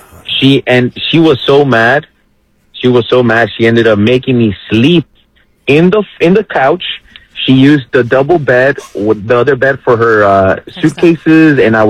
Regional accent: El Salvador; So, with my ex, we ended up going to El Salvador. I'm from El Salvador.

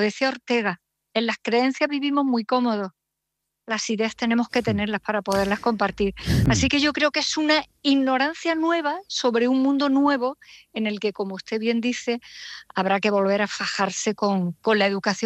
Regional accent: Andalusia, Spain; bueno, yo soy andaluza y naturalmente estamos en el día de después

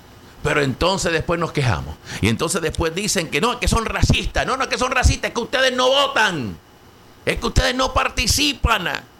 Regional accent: Puerto Rico; now in United States; La mayoría aquí somos puertorriqueños.

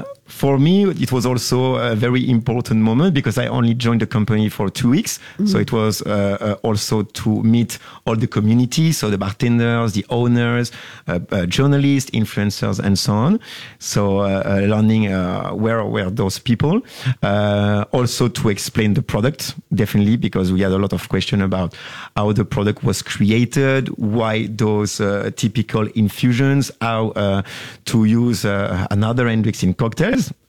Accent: Hauts-de-France, France; now in Brussels, Belgium; Then we moved together in Brussels.

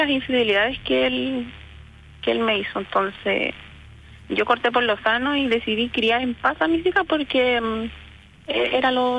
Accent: Chile; yo no soy de Santiago, soy de región

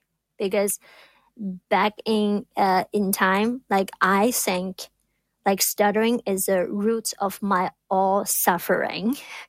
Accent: China; moved away as an adult; now in United States; I came all the way from China

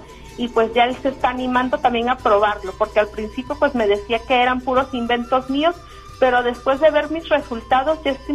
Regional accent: Fort Worth, Texas, United States

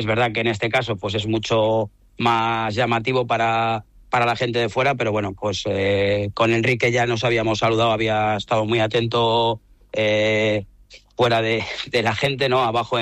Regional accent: Valladolid, Castile and León, Spain; soy de Valladolid y del Valladolid, de las dos cosas, del Pucela

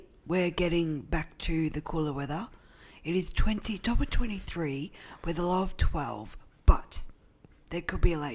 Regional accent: Australia; I am Australian. So … okay. I am Australian.

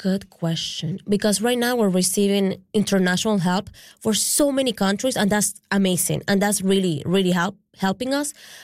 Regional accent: Venezuela; now in Canada; Like, I'm here in Newfoundland, but I'm from Venezuela, and those are my people, and I want to be there to help.

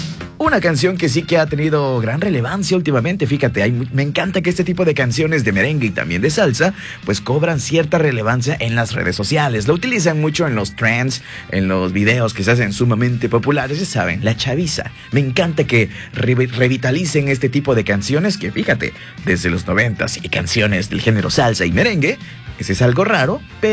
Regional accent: Campeche, Mexico; uno como latino, uno como mexicano, uno como campechano

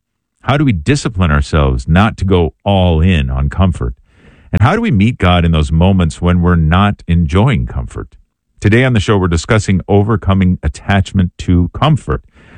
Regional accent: Wisconsin, United States; in my home state of Wisconsin

